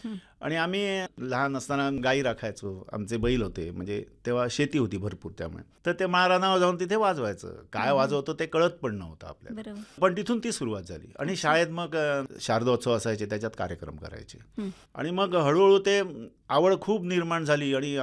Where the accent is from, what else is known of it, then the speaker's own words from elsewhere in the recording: Tulas, Maharashtra, India; बालपण माझं वेंगुला तालुक्यातील तुळसगावी गेलं. आम्ही 12 भावंड, वडील शेती करायचे